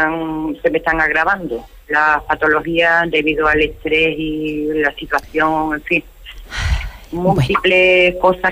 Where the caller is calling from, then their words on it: Huelva, Andalusia, Spain; Soy de Huelva capital.